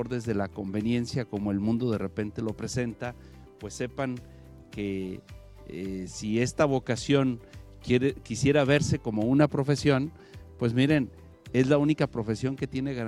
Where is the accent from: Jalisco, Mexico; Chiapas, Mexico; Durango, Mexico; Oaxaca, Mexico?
Jalisco, Mexico; La Barca; born there; Mis papás de Los Altos de Jalisco, pero yo nacido en La Barca, Jalisco.